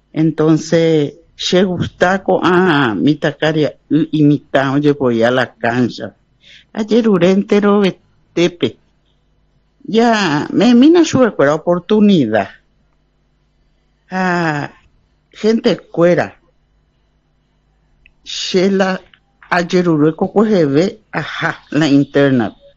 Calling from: Ponta Porã, Mato Grosso do Sul, Brazil; yo vivo en Punta Porá, pero mi corazón es liberal.

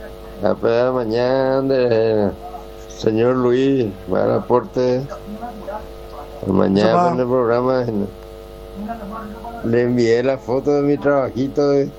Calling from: Ciudad del Este, Alto Paraná, Paraguay; yo soy de Ciudad del Este.

